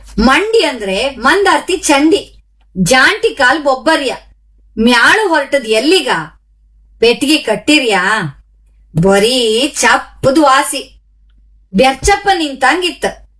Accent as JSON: {"language": "Kannada", "town": "Kundapura", "region": "Karnataka", "country": "India", "said": "ಊರಲ್ಲಿ ಇರ್ಲಿ ಪರ ಊರಲ್ಲಿ ಇರ್ಲಿ ನಮ್ ಮಕ್ಳ ಕುಂದಾಪುರ ಭಾಷೆಯಲ್ಲೇ ಮಾತಾಡ್ಕ."}